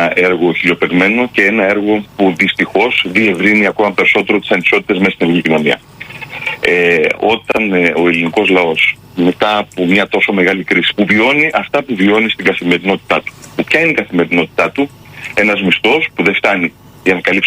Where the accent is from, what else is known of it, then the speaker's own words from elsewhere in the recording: Piraeus, Attica, Greece; εγώ ως Πειραιώτης είμαι του ρεμπέτικου